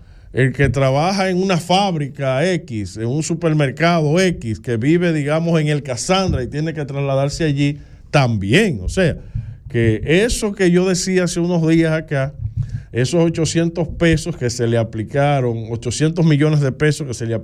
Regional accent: Dominican Republic; Nosotros como República Dominicana

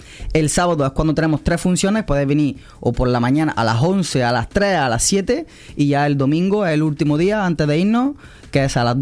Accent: Andalusia, Spain; Yo soy del sur de España, de Andalucía.

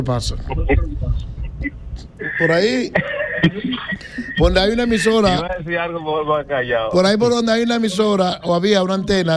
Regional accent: Dominican Republic

